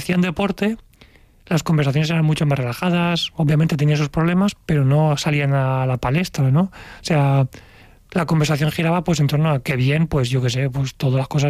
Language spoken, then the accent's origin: Spanish; Valencia, Valencian Community, Spain